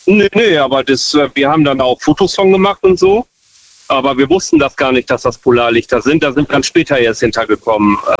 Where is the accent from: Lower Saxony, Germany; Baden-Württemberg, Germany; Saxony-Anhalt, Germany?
Lower Saxony, Germany; Bunde; aus Ostfriesland.